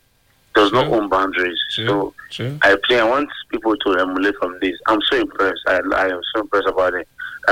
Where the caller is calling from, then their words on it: Benin City, Edo, Nigeria; calling from Benin.